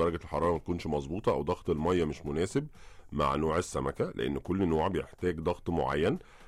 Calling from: Alexandria, Alexandria Governorate, Egypt; وبسمعكم من اسكندريه.

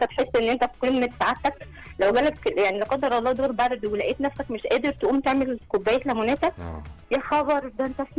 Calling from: Alexandria, Alexandria Governorate, Egypt; وتحيه من اسكندريه.

